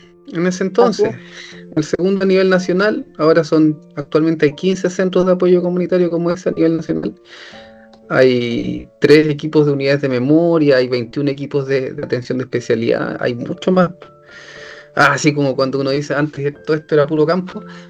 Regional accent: Valparaíso, Chile; now in Santiago, Chile; nací en Valparaíso y me crié en Valparaíso, soy porteño.

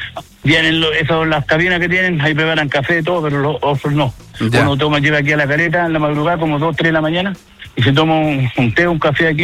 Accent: Caleta Jaime, Valparaíso, Chile; Usted sabe que venimos de Caleta Jaime, las dos caletas.

